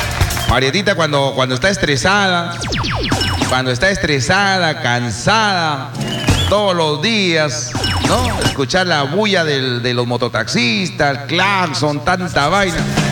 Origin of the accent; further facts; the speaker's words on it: Negritos, Piura, Peru; born there; also born or lived in La Libertad / Tamarindo; mi tierra, la tierra de mi padre, yo digo mi tierra porque, caramba, me identifico con ese pueblo maravilloso como es La Libertad y Tamarindo. Aunque no he nacido ahí, yo he nacido en Negritos.